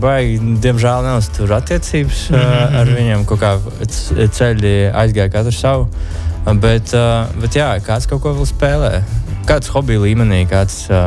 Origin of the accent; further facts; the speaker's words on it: Vidzeme, Latvia; Es no Vidzemes, jā.